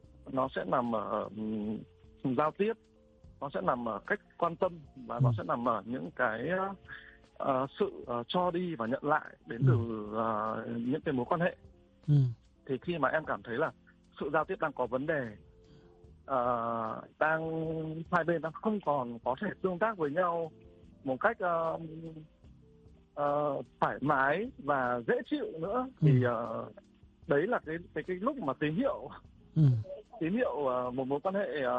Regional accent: Hanoi, Vietnam; em sinh năm 1991, em đến từ Hà Nội ạ.

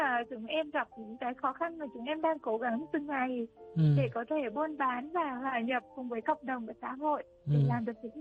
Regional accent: Central Vietnam, Vietnam; now in Củ Chi, Vietnam; miền Trung chứ không phải là người miền Bắc, cũng không phải là người miền Nam. Em là người miền Trung.

